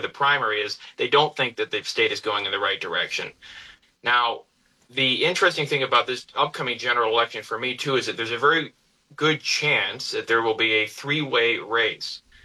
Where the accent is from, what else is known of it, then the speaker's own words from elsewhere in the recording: Lyons, United States; I mean, where I grew up in Lyons, you didn't see a house above $100,000 15 years ago.